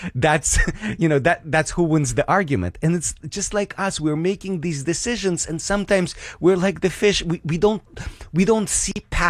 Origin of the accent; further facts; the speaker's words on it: Ukraine; English is a second language; I'm from Ukraine originally